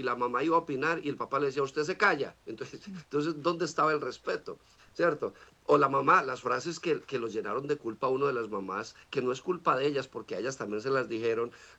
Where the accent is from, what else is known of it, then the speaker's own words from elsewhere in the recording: Marinilla, Antioquia, Colombia; born there; Sí, yo nací en Marinilla.